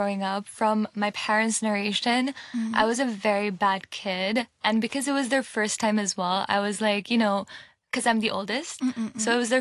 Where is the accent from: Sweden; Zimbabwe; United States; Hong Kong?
Hong Kong; as mentioned. I was born and raised here in Hong Kong. Ethnically, I'm Pakistani.